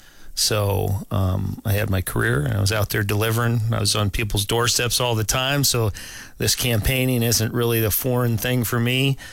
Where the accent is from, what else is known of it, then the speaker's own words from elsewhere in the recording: Homer, Alaska, United States; also born or lived in Anchorage; I was born and raised Alaskan. I was born in Anchorage after the 1964 earthquake. We moved down to Homer in 1974. And so I've been down there ever since.